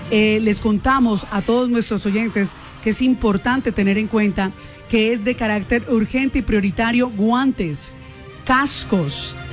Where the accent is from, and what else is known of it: Cali, Valle del Cauca, Colombia